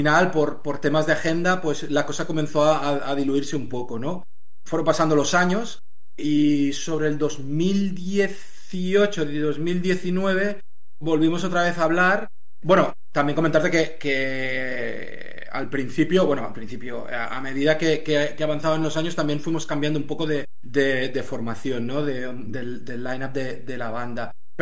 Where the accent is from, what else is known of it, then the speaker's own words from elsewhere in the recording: Vilanova, Spain; los tres somos de Vilanova